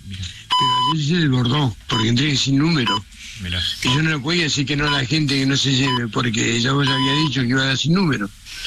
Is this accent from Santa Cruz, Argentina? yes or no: yes; Caleta Olivia, Santa Cruz, Argentina; Mirá, imagínate que pasó en mi pueblo, en Caleta Olivia, que fui hace dos semanas